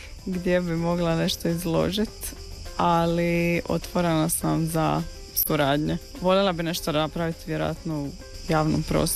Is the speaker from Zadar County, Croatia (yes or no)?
yes; Zadar, Zadar County, Croatia; born or raised there